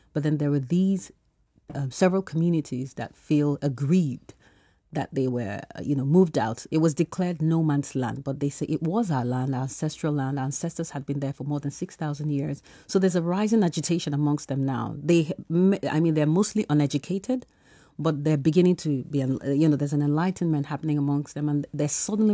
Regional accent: Nigeria

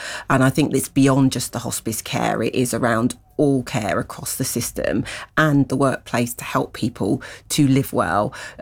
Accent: Barbados; also born or lived in Jamaica; I'm from Barbados and Jamaica, by the way.

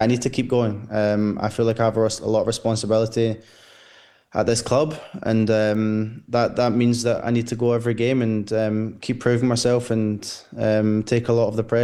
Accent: Glasgow, Scotland, United Kingdom; now in Sweden; I'm born and raised in Glasgow and yeah, I'm definitely Scottish.

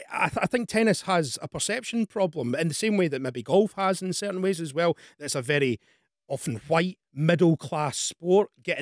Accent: Dunfermline, Scotland, United Kingdom; I'm from Dunfermline, sort of just normal working class family.

